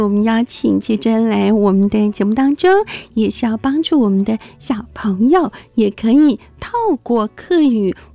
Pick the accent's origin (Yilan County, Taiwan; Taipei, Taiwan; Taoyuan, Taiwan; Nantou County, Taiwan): Taipei, Taiwan; 我父母都是客家人，可是我不是在客家庄长大的，我是在台北，我左邻右舍没人讲客语啊。那时候就是会听，然后讲不是很好，